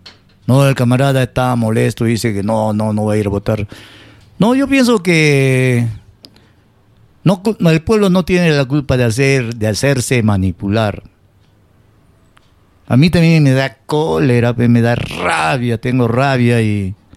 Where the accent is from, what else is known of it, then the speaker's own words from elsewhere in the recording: Peru; somos serranos, somos cholos indios, somos peruanos.